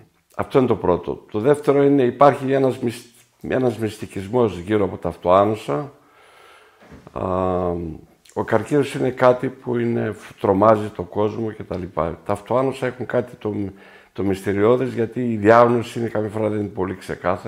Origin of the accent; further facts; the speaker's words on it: Metsovo, Epirus, Greece; Δεν είπα το πιο σημαντικό, ότι η καταγωγή μου είναι από το Μέτσοβο, είμαι βλάχος.